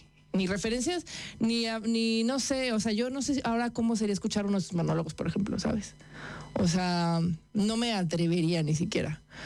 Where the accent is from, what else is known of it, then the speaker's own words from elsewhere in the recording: Monterrey, Nuevo León, Mexico; Adal Ramones es de la ciudad de Monterrey, ahí de donde soy yo.